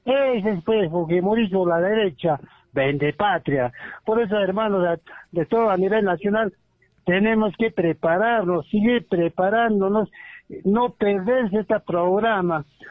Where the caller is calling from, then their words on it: Azángaro, Puno, Peru; mis paisanos de acá, de las comunidades, tanto la población azangarina